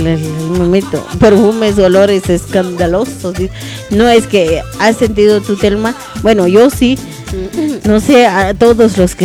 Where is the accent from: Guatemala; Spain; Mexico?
Guatemala; nosotros somos de Guatemala